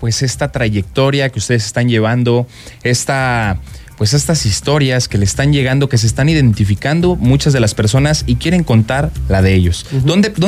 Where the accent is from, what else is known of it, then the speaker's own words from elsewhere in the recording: San Luis Potosí, Mexico; nosotros somos de San Luis y dejamos un poquito las cosas